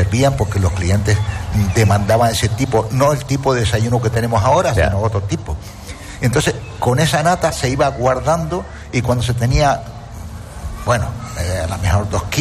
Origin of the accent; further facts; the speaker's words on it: Canary Islands, Spain; born there; Hombre, yo soy nacido en Gran Canaria. ¿No? Pero cuando he venido aquí al sur hace 45 años, ya mi mujer me dijo, dice, de aquí yo no me muevo.